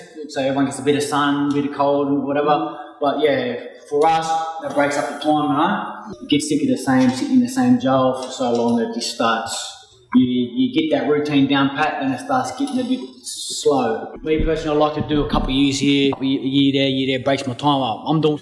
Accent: Mount Druitt, New South Wales, Australia; My dad's Koori and my mum's is white. I grew up in Mount Druitt all my life. I didn't really know much about my background and that.

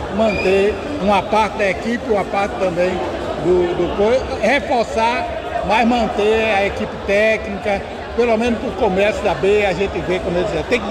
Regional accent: Paudalho, Pernambuco, Brazil; Eu sou de Paudalho.

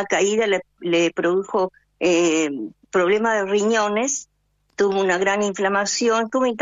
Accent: San Fernando, Buenos Aires Province, Argentina; born there; also born or lived in Rosario del Tala, Entre Ríos; now in Pilar, Argentina; vivo en Pilar. Vivía en San Fernando cuando vine la primera vez, cuando era chiquita. Desde Entre Ríos, soy entrerriana.

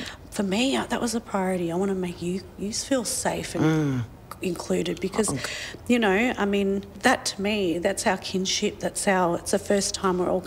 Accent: Victoria, Australia; I'm a Wurundjeri Jajawarang and Noorai Lamurang woman. They're three clans of the Kulin Nation, and I'm Irish, so I always acknowledge that.

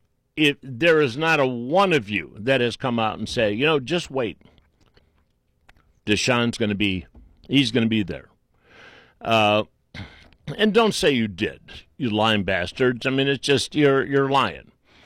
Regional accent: Cleveland, Ohio, United States; But growing up in Cleveland

